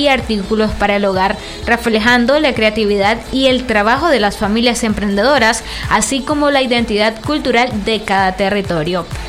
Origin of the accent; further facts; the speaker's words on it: Nicaragua; Ustedes saben cómo somos los nicaragüenses